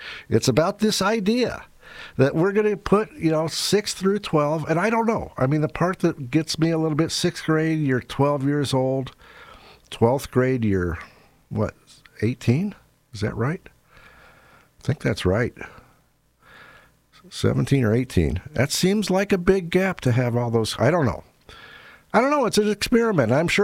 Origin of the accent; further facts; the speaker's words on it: Denver, Colorado, United States; I grew up in Denver, Colorado